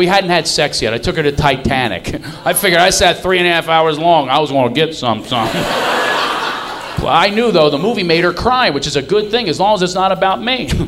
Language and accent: English; Philadelphia, Pennsylvania, United States; But I'm from Philadelphia.